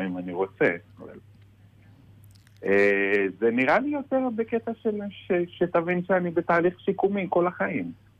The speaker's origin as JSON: {"language": "Hebrew", "town": "Holon", "region": "Tel Aviv District", "country": "Israel", "tie": "born or raised there", "also_born_or_lived": "Netanya / Jaffa", "lives_now": "Or Yehuda, Israel", "said": "אני מרכזניק. גדלתי בחולון. כל הניעורים שלי זה חולון, יפו, ועכשיו אני באור יהודה. ואני קצת יש לי מגיעות של נתניה, כי נולדתי שם"}